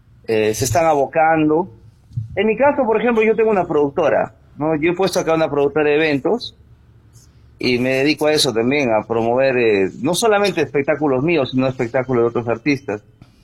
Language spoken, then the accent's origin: Spanish; Huánuco, Peru; me siento orgulloso de poder representar a Guano